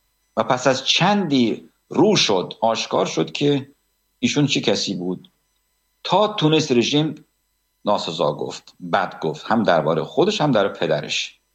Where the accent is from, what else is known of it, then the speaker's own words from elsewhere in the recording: Iran; born there; من زاده اونجا هستم، پارسی سخن میگم